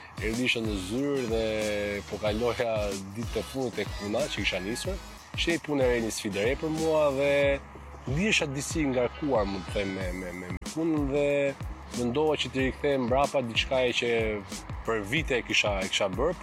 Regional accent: Shkodër, Shkodër County, Albania; Çdo gjë ka filluar që në qytetin tim të origjinës, në qenë që jam Shkodran, dhe më sakt për atë doja që ta nisja nga qyteti i Shkodrës.

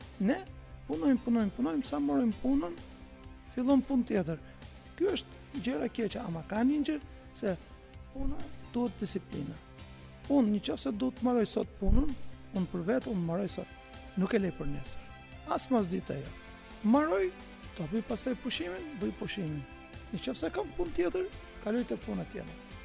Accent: Istanbul, Turkey; Albanian is a second language; moved away as an adult; now in Tirana, Albania; Jam martuar në Turqi, është nga Izmiri është. Ajo, unë jam nga Istanbuli

